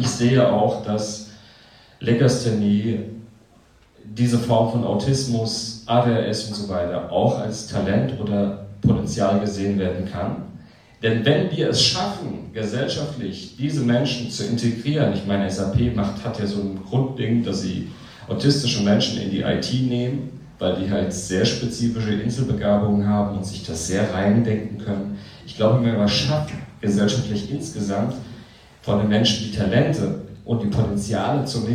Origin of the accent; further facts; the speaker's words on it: Worms, Rhineland-Palatinate, Germany; Als Inklusionsbeauftragter meiner Heimatstadt Worms kann ich euch das sagen